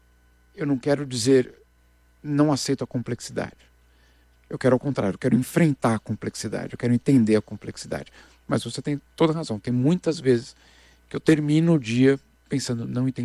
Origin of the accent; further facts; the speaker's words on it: Brazil; É, eu sei que eu sou brasileiro. Eu só tenho um passaporte brasileiro. Então eu tenho certeza que eu sou brasileiro.